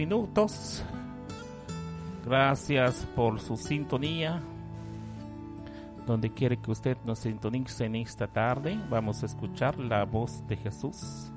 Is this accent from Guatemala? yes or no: yes; Poptún, Petén, Guatemala; now in Dallas, United States; Un saludo desde Dallas, Texas. Soy de Poctún.